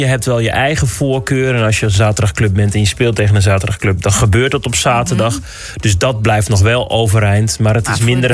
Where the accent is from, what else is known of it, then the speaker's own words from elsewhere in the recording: Barger-Compascuum, Drenthe, Netherlands; ik kom zelf uit Barger Kompas, dus ik ben meer Emmen georiënteerd.